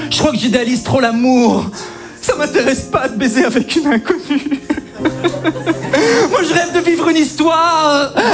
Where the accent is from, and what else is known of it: Belgium